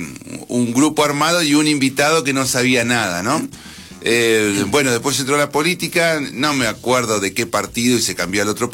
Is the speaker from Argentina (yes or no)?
yes; Argentina; Somos bien argentinos